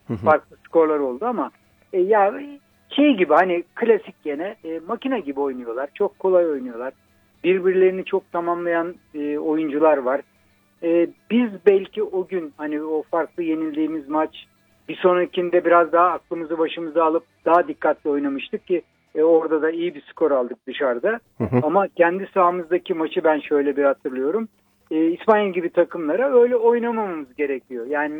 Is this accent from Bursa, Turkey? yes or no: no; Trabzon, Turkey